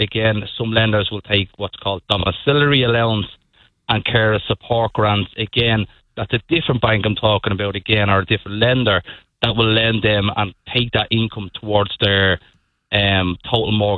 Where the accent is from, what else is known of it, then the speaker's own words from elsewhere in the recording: Dublin, Leinster, Ireland; So you can probably hear from my voice, I'm from Dublin.